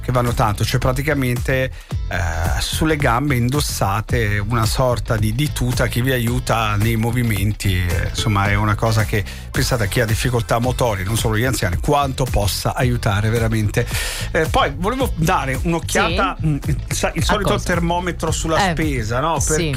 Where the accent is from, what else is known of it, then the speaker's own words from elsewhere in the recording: Campania, Italy; dalle mie parti la laccia è il sedano detti napoletano, la laccia.